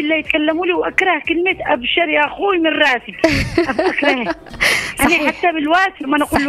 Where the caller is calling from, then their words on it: Aden, Yemen; accent: Adeni; أنا اعتز أني رحت لما بريطانيا أنا اعتز كلامي العدني. نحن العدنيين مميزين